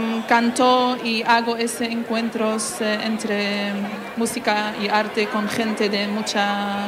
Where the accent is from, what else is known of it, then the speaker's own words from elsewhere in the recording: Palestine; Un parte de una canción que escribió hace unos años, que habla sobre cualquier niño en mi tierra, cualquier niño palestino.